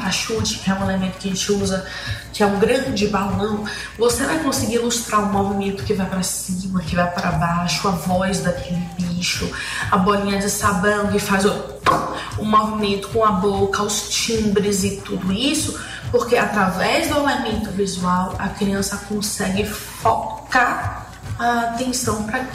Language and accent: Portuguese; Bahia, Brazil; nós somos baianos